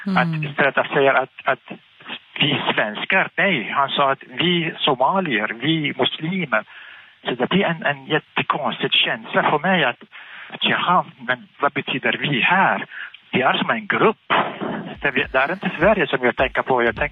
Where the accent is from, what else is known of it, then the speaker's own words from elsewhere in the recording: Iraq; Swedish is a second language; moved away as an adult; now in Sweden; jag som jag var från Irak och alla från Irak eller från Syrien eller Mellanöstern, vi levde i en diktatur hela våra liv.